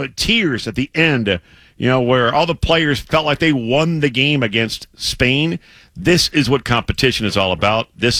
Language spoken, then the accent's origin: English; Louisiana, United States; and then our guy Freddie's driving up to my home state of Louisiana right now.